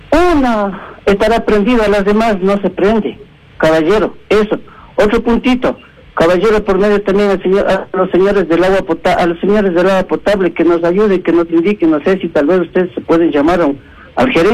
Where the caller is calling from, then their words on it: Quito, Pichincha, Ecuador; Acá yo vivo en Calderón, aquí en la calle Carapungo